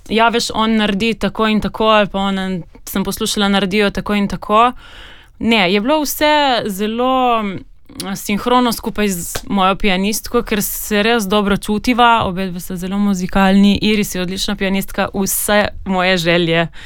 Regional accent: Slovenian Littoral, Slovenia; ker nisem bila skozi življenje v stiku z nemščino, sem iz Primorske.

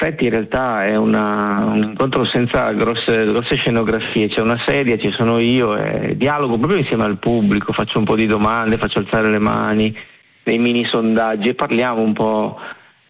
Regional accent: Liguria, Italy; vengo dalla Liguria, lì ho fatto qualche bel bagnetto in Liguria

